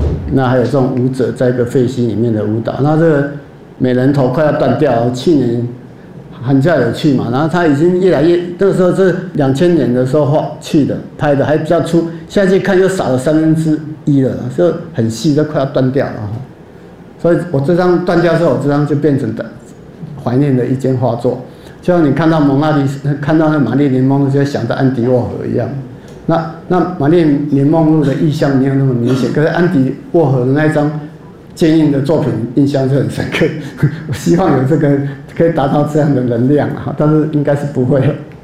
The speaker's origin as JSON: {"language": "Chinese", "region": "Keelung", "country": "Taiwan", "tie": "born or raised there", "said": "这个是我基隆海边，我小时候住在那个巷子里面，征兵渔港哈。"}